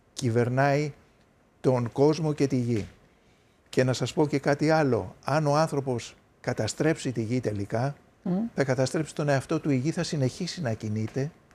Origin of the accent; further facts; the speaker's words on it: Greece; Είμαστε μια κοινωνία, είμαστε ένα σύνολο σαν Έλληνες, σαν Ευρωπαίοι, σαν παγκόσμιοι άνθρωποι